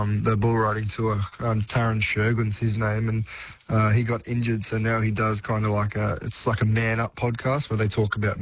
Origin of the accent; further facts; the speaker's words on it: Queensland, Australia; also born or lived in Bundaberg / Brisbane / Sydney; So I was born in Bundaberg, Queensland.